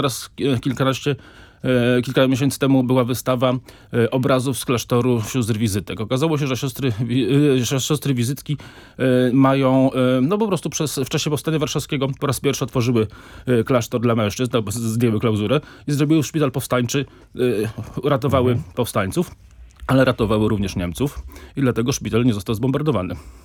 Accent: Warsaw, Masovian Voivodeship, Poland; mimo iż jesteśmy warszawiakami.

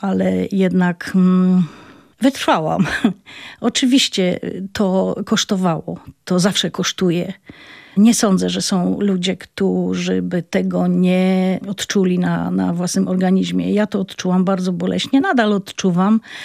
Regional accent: Świętochłowice, Silesian Voivodeship, Poland; ja urodziłam się w dzielnicy Świętochłowic Lipiny. To jest taka... Wtedy była spokojną dzielnicą, dzisiaj ma taką sławę, powiedziałabym, dość trudną.

